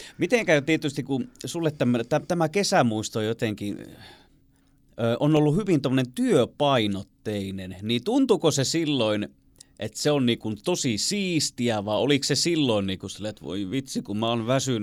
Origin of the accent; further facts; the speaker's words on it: Helsinki, Uusimaa, Finland; now in North Karelia, Finland; Mä oon siis itse Helsingistä kotosi ja mä aina kesäisin kävin täällä Pohjois-Karjalassa.